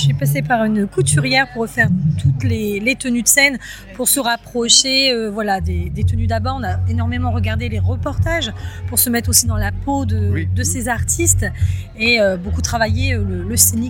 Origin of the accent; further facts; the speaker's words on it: Hauts-de-France, France; On est du Pas-de-Calais, oui.